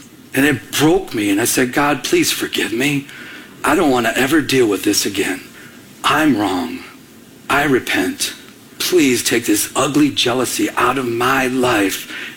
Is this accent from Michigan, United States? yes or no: yes; Michigan, United States; I'm from Michigan.